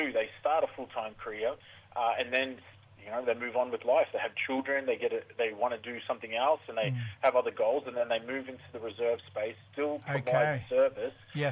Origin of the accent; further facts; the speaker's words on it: Cairns, Queensland, Australia; also born or lived in Atherton Tablelands; I grew up here in Cairns.